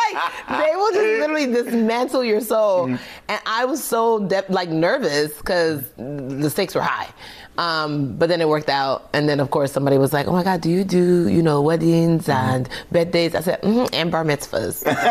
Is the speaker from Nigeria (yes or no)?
yes; Nigeria; And I was like, how do I do that? I'm Nigerian.